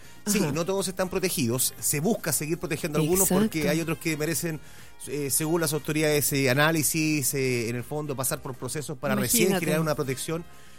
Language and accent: Spanish; Hualpén, Biobío, Chile; como, bueno, provengo ahí de Hualpén, Talcahuano, también estoy muy al tanto de todas las cosas que suceden por allá.